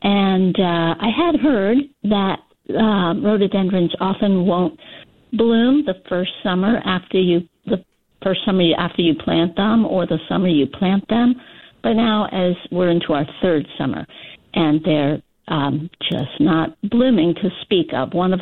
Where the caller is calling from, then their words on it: Brunswick, Maine, United States; I am calling from Brunswick